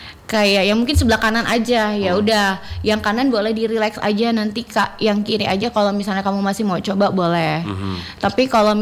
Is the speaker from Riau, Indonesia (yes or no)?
no; Tanjung, North Kalimantan, Indonesia; karena aku kan dari Tanjung nih, biasa main ke Tarakan, jadi biasa pernah ikut kelas di Tarakan sebelum aku jadi teacher.